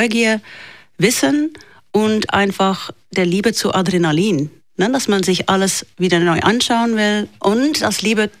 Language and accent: German; Flanders, Belgium; accent: West Flemish; first language Flemish (West Flemish dialect); German is a second language; moved away as an adult; also born or lived in Bruges; now in Switzerland; Ja, ich komme geografisch gesehen von der Küste. Ich bin geboren in Brügge, mittelalterliche Stadt, wunderschöne Kunststadt, aber aufgewachsen in ein kleines Dorf am Meer, ich sage noch immer am See, in eigentlich ein ganz normales Milieu.